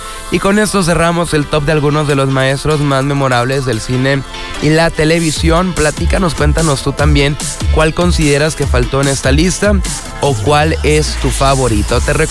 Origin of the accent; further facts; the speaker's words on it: Mexico; formando parte de nuestro patrimonio como mexicanos